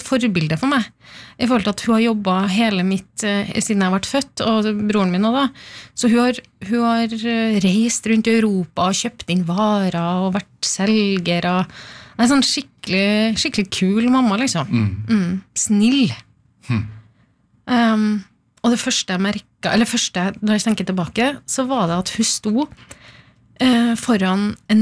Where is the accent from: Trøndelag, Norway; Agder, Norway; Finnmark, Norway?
Trøndelag, Norway; Trondheim; moved away as an adult; also born or lived in Oslo; now in Trondheim, Norway; vi flyttet jo hjem fra Oslo til Trondheim for å være nær min mor. Ja. Altså, jeg jobbet I Oslo og bodde I Oslo mange år.